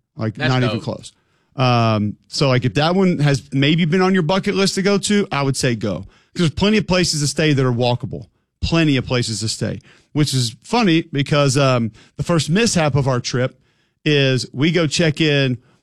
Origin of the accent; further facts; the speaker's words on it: Alabama, United States; We're in town from Alabama.